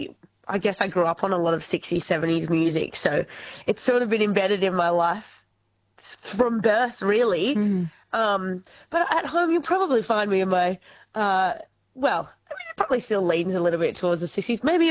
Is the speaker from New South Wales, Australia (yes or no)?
no; Launceston, Tasmania, Australia; moved away; I grew up in a regional town. Whereabouts are you from? Tasmania. I'm from Launceston.